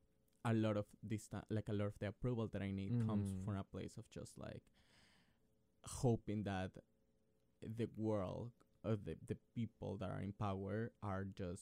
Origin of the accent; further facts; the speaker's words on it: Colombia; moved away; I grew up in Colombia and we have a very like conservative kind of culture.